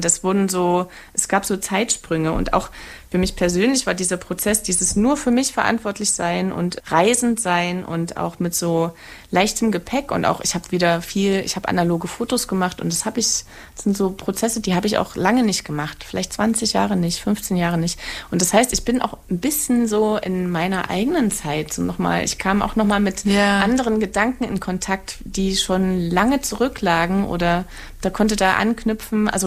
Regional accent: Saxony, Germany; Also da, wo ich herkomme, Erzgebirge, da driften die Jugendlichen mit dem Auto auf den Schneeflächen.

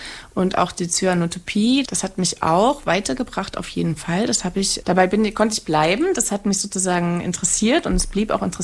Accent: Saxony, Germany; Also da, wo ich herkomme, Erzgebirge, da driften die Jugendlichen mit dem Auto auf den Schneeflächen.

